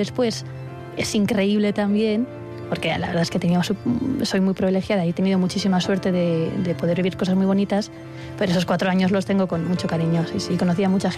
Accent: San Sebastián, Basque Country, Spain; also born or lived in Leioa / Bilbao; yo soy de Donosti, entonces la primera vez que salía de casa durante 4 años

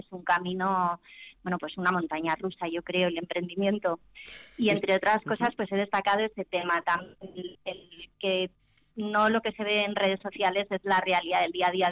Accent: Vitoria-Gasteiz, Basque Country, Spain; moved away; Me hace mucha ilusión esta entrevista, mi tierra.

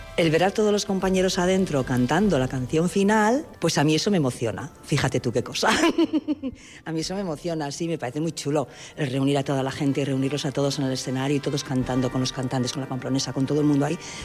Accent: Orbaiceta, Navarre, Spain; en Orbaiceta, que yo soy de Orbaiceta

